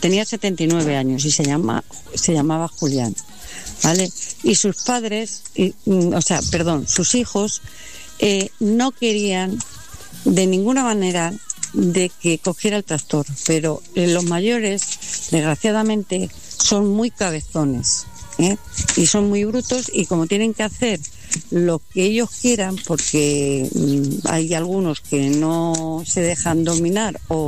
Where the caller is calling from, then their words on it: Galicia, Spain; Te llamo desde Galicia.